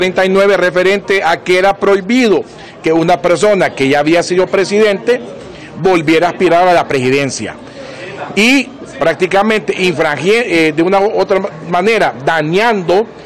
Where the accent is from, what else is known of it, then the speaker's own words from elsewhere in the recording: Honduras; yo estoy como abogado, como hondureño